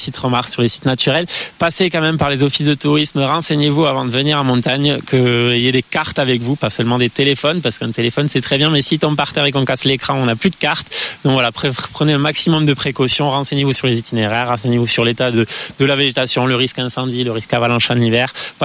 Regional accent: Béziers, Occitanie, France; born there; moved away as an adult; also born or lived in Cap d'Agde; now in Pyrenees, France; je suis pas originaire de la vallée du Rio Majou, pas originaire des Pyrénées. Moi, je suis né sur le bord de mer, sur la commune de Béziers.

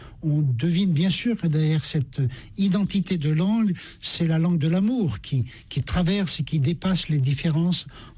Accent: Brittany, France; born there; Je suis breton, j'ai appris le breton quand j'étais petit.

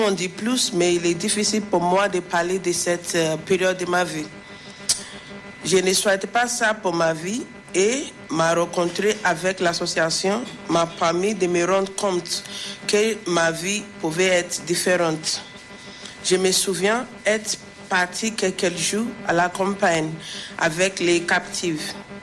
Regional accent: Nigeria; Je viens du Nigeria.

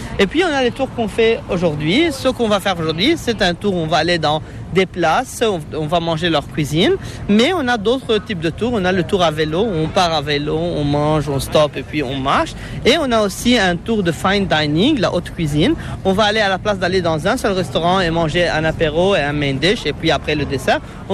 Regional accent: Lebanon; now in Canada; Et moi, puisque je suis originaire du Liban, alors là, je suis venu au Canada

